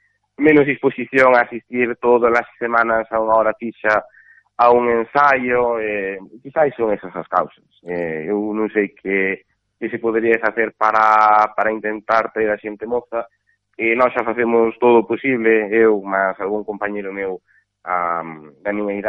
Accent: Carballo, Galicia, Spain; eu son daqui, son de Carballo, e por iso además tamén fai moitísima ilusión dirixir … aquí en Carballo temos unha tradición moi grande de música tradicional galega

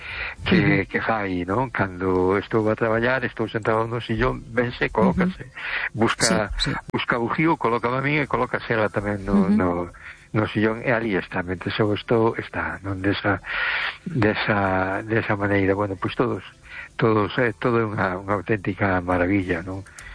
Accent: A Coruña, Galicia, Spain; Hola, buenas noches, Esther. … de Coruña.

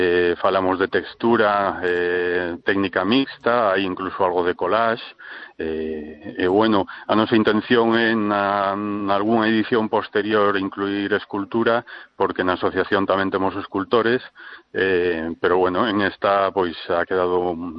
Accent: Vigo, Galicia, Spain

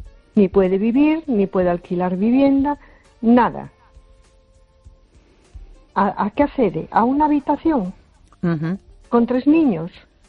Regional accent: A Coruña, Galicia, Spain

